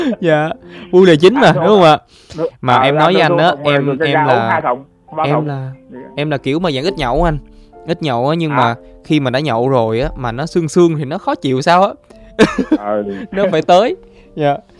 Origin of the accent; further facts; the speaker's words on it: Sa Đéc, Đồng Tháp, Vietnam; nói là ở quê, nhưng mà cũng ở quê em thì cũng ngay thành phố rồi, nếu như mà tính trước đó thì cũng ngay thành phố Sa Đéc đó